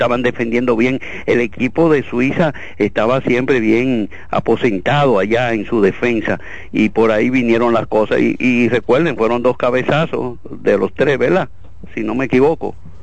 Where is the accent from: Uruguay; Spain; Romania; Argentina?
Argentina; Así que de momento voy a sacar también mi documento allá de que … de allá también somos argentinos.